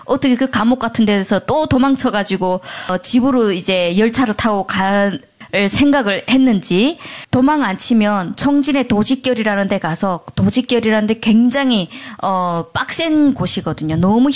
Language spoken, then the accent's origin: Korean; North Korea; 저는 북한에서 왔잖아요. 북한 사람들도 참 좋은 사람들이 되게 많아요.